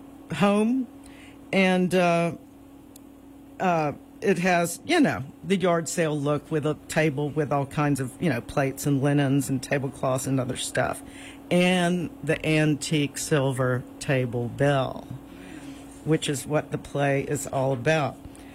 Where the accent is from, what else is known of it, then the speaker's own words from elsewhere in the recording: the South, United States; I'm from the South.